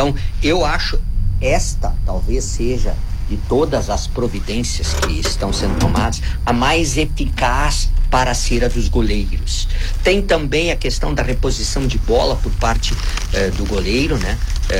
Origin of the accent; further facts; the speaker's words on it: Rio Grande do Sul, Brazil; Como gremista e como gaúcho